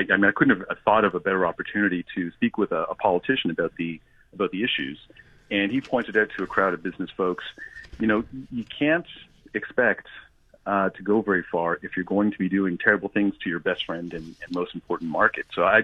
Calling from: Canada; I was from Canada

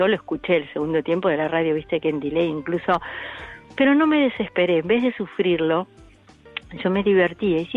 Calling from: Buenos Aires, Argentina; Yo estoy acá en la Capi, casi te diría cerca de la radio

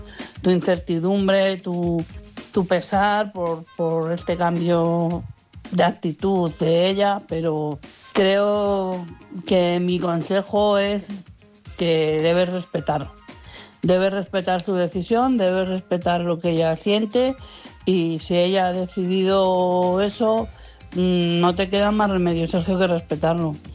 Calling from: Madrid, Community of Madrid, Spain; de Madrid.

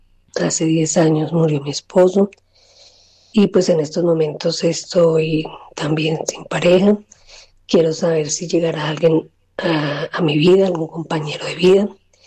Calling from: Bogotá, Colombia; hablo desde Bogotá.

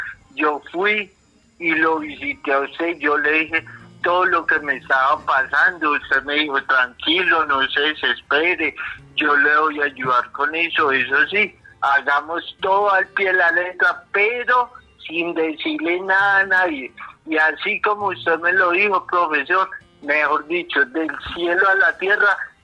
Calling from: Murillo, Tolima, Colombia; De Murillo, Tolima

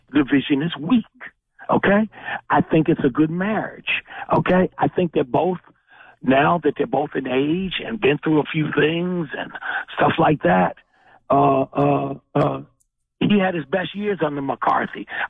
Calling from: Laurel, Maryland, United States; Hey, Laurel is in Maryland. I'm a frequent caller.

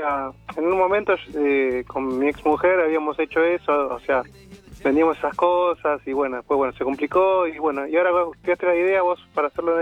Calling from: Buenos Aires, Argentina; Yo soy de Almagro

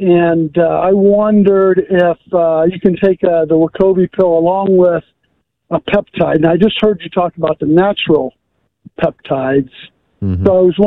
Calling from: Tampa, Florida, United States; from Tampa.

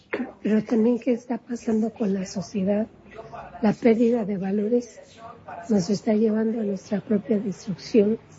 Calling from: Mexico City, Mexico; Yo soy Ciudad de México.

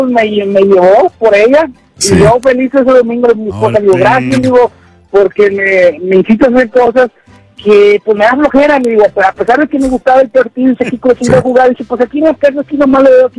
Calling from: Reynosa, Tamaulipas, Mexico; Aquí en Reynosa

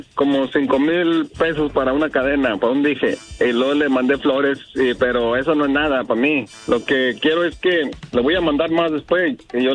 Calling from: Torreón, Coahuila, Mexico; Es de Torreón y yo soy de Torreón.

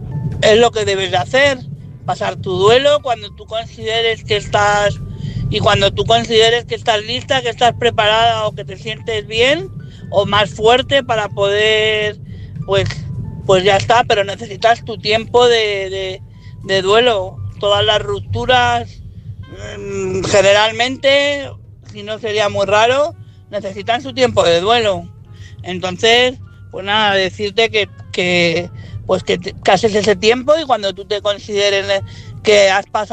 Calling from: Madrid, Community of Madrid, Spain; de Madrid.

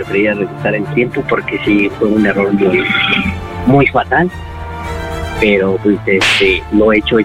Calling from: Nezahualcóyotl, State of Mexico, Mexico; Yo soy de Nesa

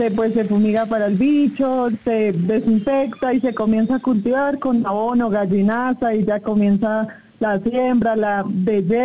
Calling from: Villapinzón, Cundinamarca, Colombia; En la vereda Satama, en Villapinzón.

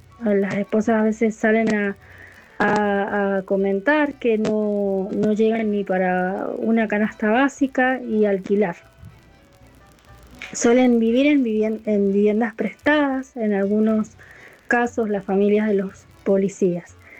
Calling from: Godoy Cruz, Mendoza, Argentina; de Godecruz, Mendoza.

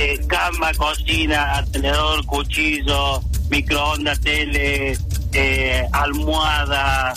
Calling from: Argentina; De barrio Don Bosco.

